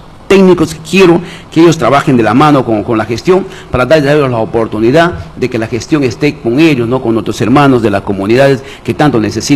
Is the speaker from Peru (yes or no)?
yes; Iquitos, Loreto, Peru; Yo quiero trabajar por Belén porque quiero darle la oportunidad a mi pueblo